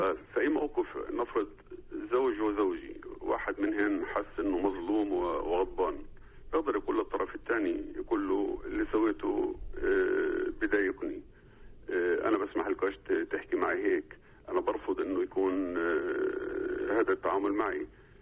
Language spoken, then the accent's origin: Arabic; Palestine; وإحنا كشعب فلسطيني